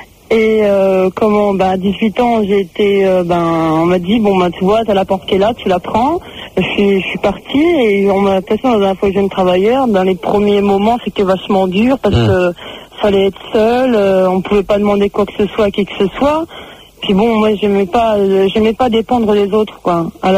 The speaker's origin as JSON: {"language": "French", "country": "Turkey", "said": "C'était d'origine, je suis turque et j'étais en vacances."}